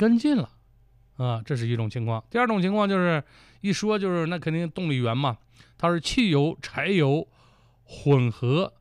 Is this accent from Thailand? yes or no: no; Northeast China, China; 其实我们东北人